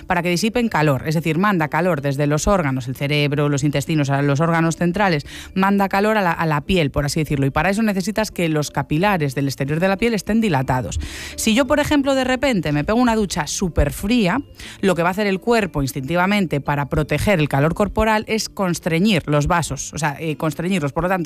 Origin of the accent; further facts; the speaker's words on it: Galicia, Spain; pues obviamente, como gallega